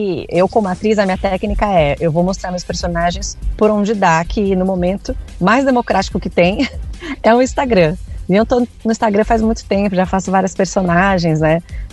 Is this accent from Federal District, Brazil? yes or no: no; São Paulo, Brazil; Eu sou de São Paulo, né?